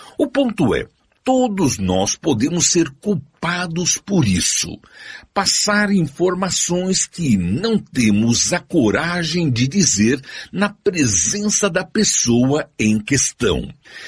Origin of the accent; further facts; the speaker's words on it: São Caetano do Sul, São Paulo, Brazil; Eu teria que voltar para a minha cidade onde cresci, São Caetano do Sul.